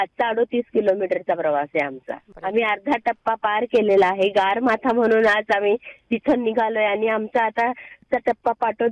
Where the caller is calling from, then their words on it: Parbhani, Maharashtra, India; परभणीची आहे